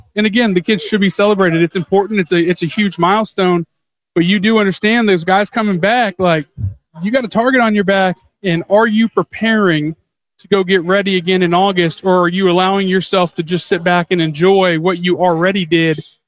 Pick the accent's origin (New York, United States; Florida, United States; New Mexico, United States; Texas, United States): Florida, United States; Orlando; Growing up in Orlando and having UCF right there in your back door, and how big it was back home